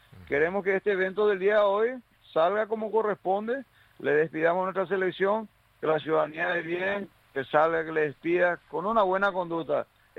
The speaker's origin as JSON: {"language": "Spanish", "country": "Paraguay", "said": "Todos somos albirroja, todos somos paraguayos."}